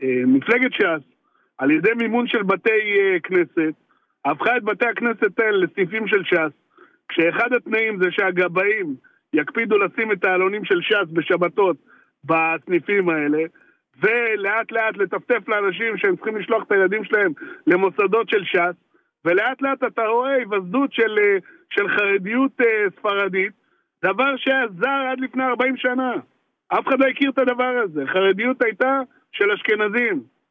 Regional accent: Jerusalem, Jerusalem District, Israel; אני גדלתי בשכונת רמות.

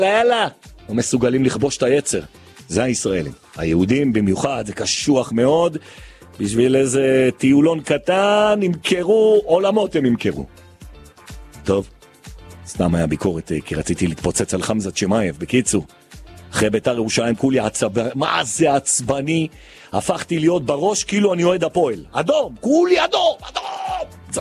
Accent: Jerusalem, Jerusalem District, Israel; אני ירושלמי

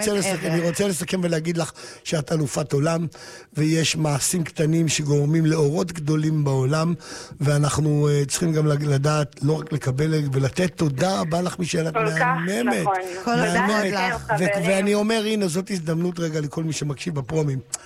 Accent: Ramla, Central District, Israel; אצלנו ברמלה היו מביאים פיתה עם פלאפל.

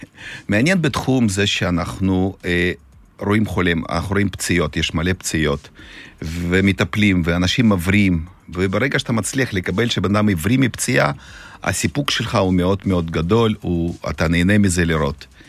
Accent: Russia; now in Israel; במקור מברית המועצות.

